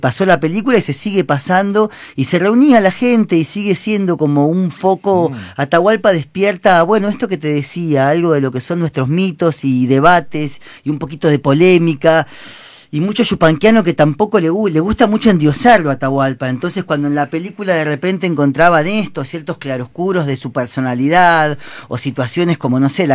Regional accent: Argentina; qué somos los argentinos

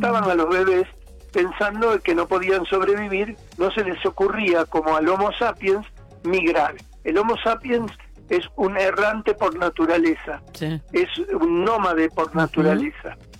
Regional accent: Argentina; me siento orgullosísimo de ser argentino. Soy más argentino que el mate y me hubiera encantado tener también sangre de pueblos originarios

